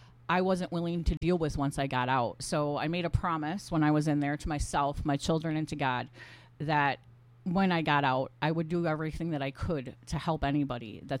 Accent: Milwaukee County, Wisconsin, United States; also born or lived in Green Bay; I'm from Milwaukee County, graduated in 96 from Brown Deer High School.

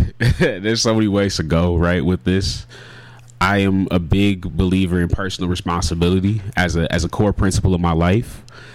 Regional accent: United States; And me being Black American as well as Ghanaian, I grew up here. I grew up in America. I grew up a black man, like, and I claim that proudly.

